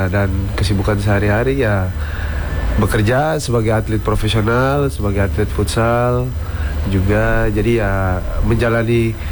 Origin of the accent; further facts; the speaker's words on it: Fakfak, West Papua, Indonesia; moved away as an adult; now in Java, Indonesia; Kebetulan ya saya lahir besar di Fak-Fak. Ya sudah dari kecil juga di Fak-Fak, hidup juga di Fak-Fak, orang tua juga di Fak-Fak semua. Cuman memang semenjak tahun 2000 berapa ya? 2012 saya mulai merantau